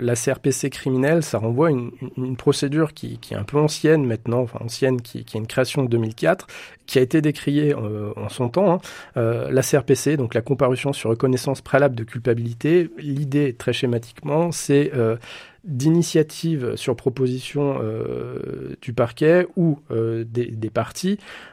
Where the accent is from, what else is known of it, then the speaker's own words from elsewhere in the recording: Saint-Étienne, Auvergne-Rhône-Alpes, France; Alors moi je suis un pur produit stéphanois, je suis né à Saint-Étienne, j'ai fait mes études à Saint-Étienne et j'exerce en tant qu'avocat pénaliste à Saint-Étienne.